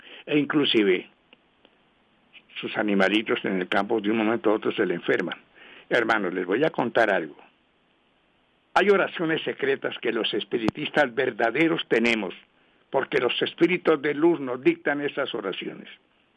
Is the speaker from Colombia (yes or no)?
yes; Colombia; como colombiano, daré mi voto